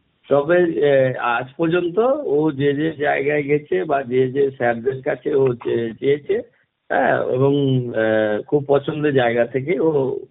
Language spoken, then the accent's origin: Bangla; West Bengal, India; যেটা আমার গ্রামের বাড়ি, সেই গ্রামের বাড়ির পাশে একটা এ বিদ্যালয়, যে বিদ্যালয় থেকে আমি 5-10 পড়াশোনা করেছি, সেই বিদ্যালয়ে এখন আমি শিক্ষকতা করছি, বেরিয়াপুর অঞ্চল উচ্চ বিদ্যালয়।